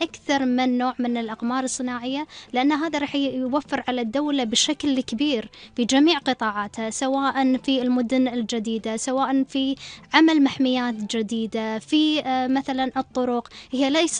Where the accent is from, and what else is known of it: Kuwait